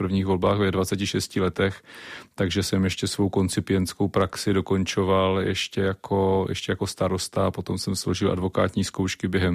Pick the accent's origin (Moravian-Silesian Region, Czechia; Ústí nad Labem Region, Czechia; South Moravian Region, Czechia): South Moravian Region, Czechia; Velatice; No, já tam žiju celý život, narodil jsem se ve Velaticích a celou dobu jsem tady bydlel, teď tam taky s rodinou bydlíme